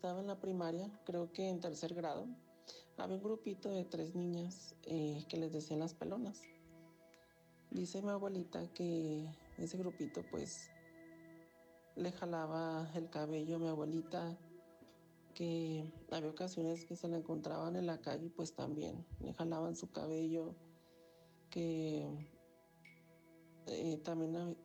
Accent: Guadalajara, Jalisco, Mexico; soy originario de Guadalajara

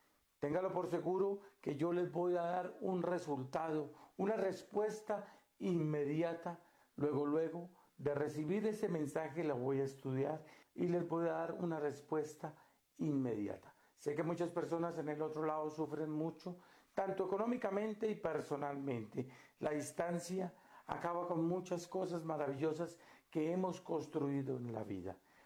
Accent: Catemaco, Veracruz, Mexico; la cultura que tenemos en nuestra tierra de Catemaco, Veracruz.

